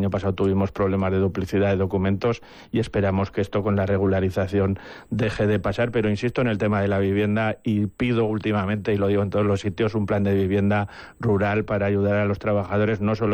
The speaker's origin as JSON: {"language": "Spanish", "area": "Almudévar", "region": "Aragon", "country": "Spain", "said": "en mi pueblo, que es Almudafar, que es el más pequeño"}